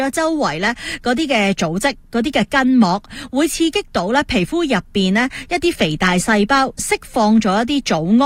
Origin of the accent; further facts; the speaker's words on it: China; 我哋中国人咧就自细吓啊喺一啲中医咧嘅一啲嘅常识里边都惯常听噶啦